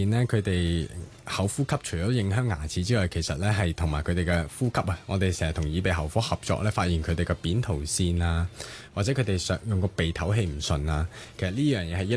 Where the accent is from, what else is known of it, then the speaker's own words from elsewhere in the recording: China; 我哋中國人興夾筷子食嘢噶嘛